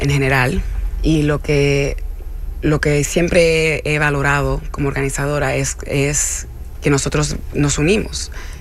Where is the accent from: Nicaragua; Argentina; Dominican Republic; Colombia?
Dominican Republic; now in United States; Ya yo le he comentado que yo nunca he insultado la bandera. Yo soy dominicana.